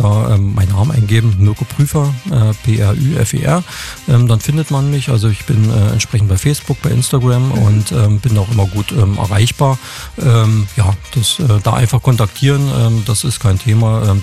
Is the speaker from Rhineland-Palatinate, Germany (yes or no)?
no; Krauschwitz, Saxony, Germany